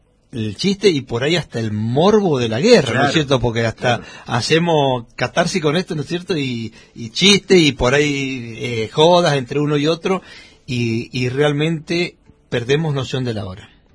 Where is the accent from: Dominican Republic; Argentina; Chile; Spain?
Argentina; un país como Argentina